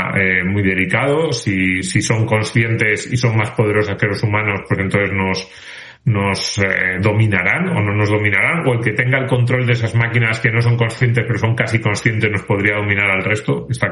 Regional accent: Asturias, Spain; Me voy a quedar aquí en mi pueblo en Asturias, me voy a poner a plantar pepinos

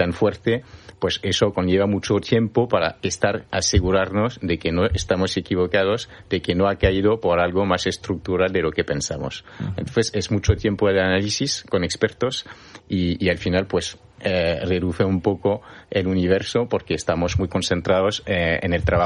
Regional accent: Paris, Île-de-France, France; Spanish is a second language; now in Spain; Bueno, yo soy de París y bueno, empecé ahí.

